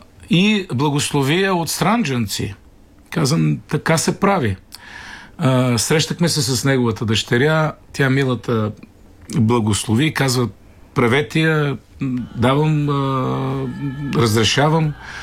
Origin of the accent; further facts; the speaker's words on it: Pirin Macedonia, Bulgaria; аз съм от Пиринския край